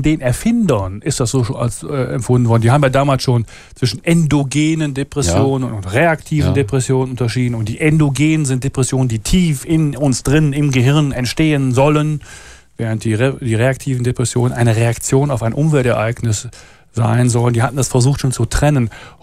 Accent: Düsseldorf, North Rhine-Westphalia, Germany; Ich komme von Düsseldorf.

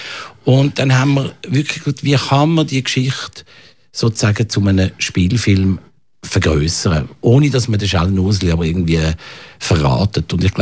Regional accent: Zurich, Switzerland; bin in Zürich geboren, bin in Zürich in die Schule gegangen

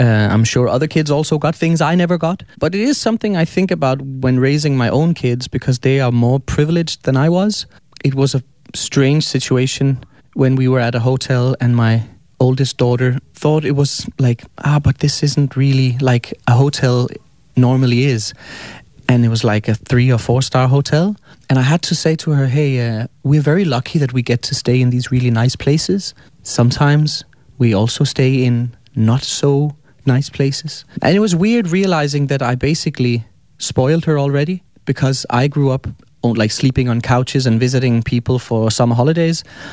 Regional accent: Copenhagen, Capital Region of Denmark, Denmark; I think a lot of me was shaped by growing up in Christiania.

